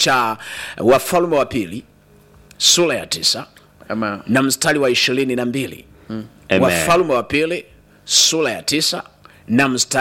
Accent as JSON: {"language": "Swahili", "region": "Dar es Salaam", "country": "Tanzania", "said": "Na nimetokea Dar es Salaam. Mimi ni mwenyeji wa Dar es Salaam. Nimekuja hapa Iringa"}